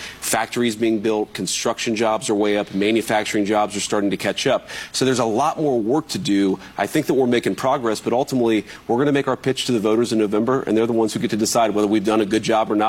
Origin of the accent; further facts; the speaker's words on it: Middletown, Ohio, United States; that's Middletown, Ohio. That's my hometown, Western Ohio. It was a proud steel town.